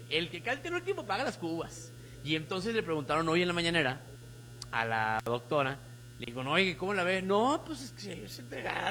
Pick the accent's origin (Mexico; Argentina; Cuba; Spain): Mexico; Sinaloa; Sinaloa, mi tierra.